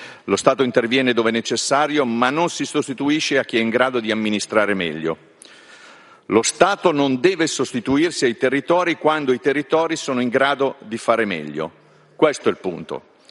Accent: Brianza, Lombardy, Italy; io Brianzolo che fa parte della regione Lombardia

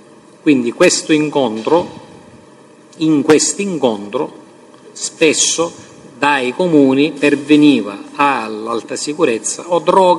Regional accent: Catania, Sicily, Italy; essendo catanese

